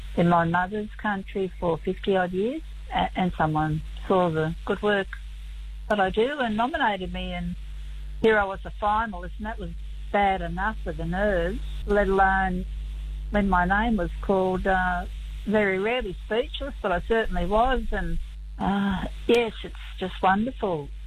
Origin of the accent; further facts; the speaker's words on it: Walgett, New South Wales, Australia; moved away; also born or lived in Collarenebri; I returned to my hometown, Walgett, Collarenebri